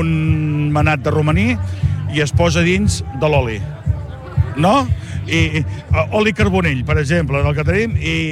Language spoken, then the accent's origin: Catalan; Palafrugell, Catalonia, Spain